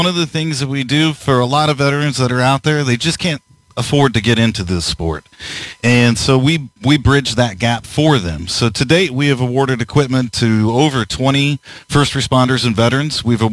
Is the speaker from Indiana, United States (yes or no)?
yes; Indianapolis, Indiana, United States; I grew up here in Indianapolis, a race fan